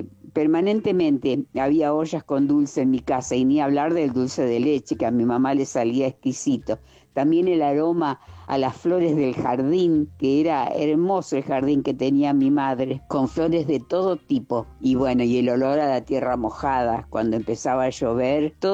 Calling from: Rosario, Santa Fe, Argentina; de Rosario.

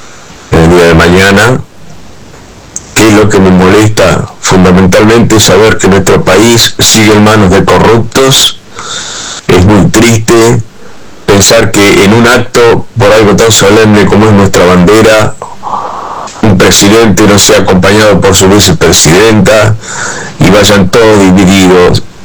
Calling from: Tandil, Buenos Aires Province, Argentina; yo lo llamo desde Tandil.

